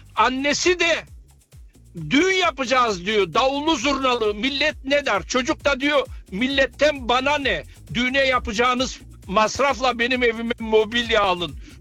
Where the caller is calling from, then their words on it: Krefeld, North Rhine-Westphalia, Germany; Krefeld'ten arıyorum.